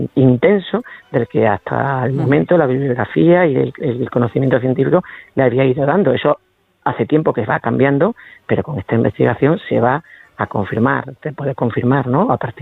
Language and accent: Spanish; Extremadura, Spain; que es casi tanto más calor que el que hace en mi tierra aquí en Extremadura.